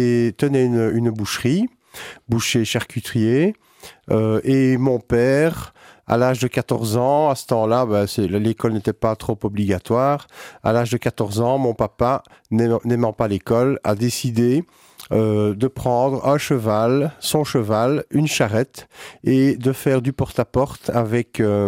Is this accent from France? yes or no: no; Seraing, Wallonia, Belgium; j'ai grandi à Serein, tout à fait. Oui. J'ai grandi au-dessus de la boucherie.